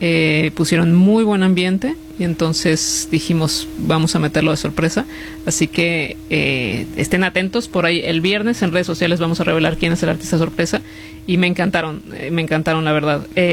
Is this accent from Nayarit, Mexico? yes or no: no; Mexico City, Mexico; como se hace allá en mi tierra, en Ciudad de México.